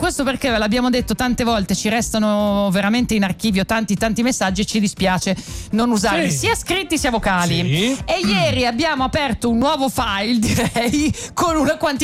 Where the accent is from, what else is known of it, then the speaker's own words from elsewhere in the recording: Switzerland; moved away; Sono cresciuta in Svizzera.